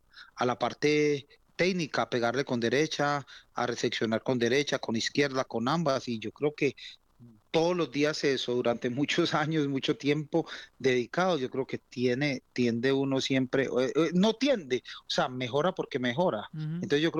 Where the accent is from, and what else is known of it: Colombia